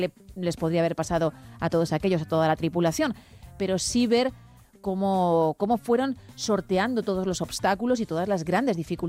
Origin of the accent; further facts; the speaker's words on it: Italy; Spanish is a second language; me has tocado mi tierra, me has tocado Italia